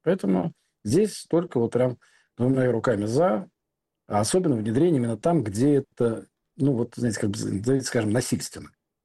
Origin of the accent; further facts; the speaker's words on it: Moscow, Russia; я москвич